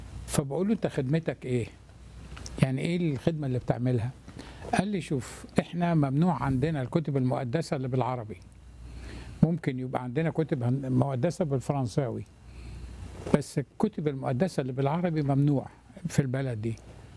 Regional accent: Egypt; now in United States; انا مصري امريكاني، هل ينفع افتح حساب عندكم هنا في الجزائر؟

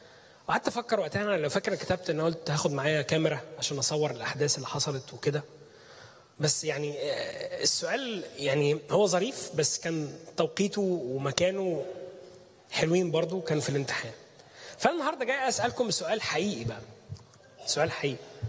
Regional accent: Egypt; بلغتنا كمصريين راحة البال. إحنا دايما كمصريين عندنا كده إيه مسميات جميلة.

